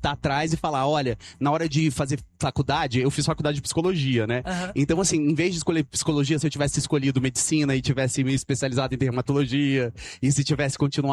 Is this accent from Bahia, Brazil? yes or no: no; Samambaia, Federal District, Brazil; Olha, eu saí da periferia de Brasília, sou da Quebrada, né?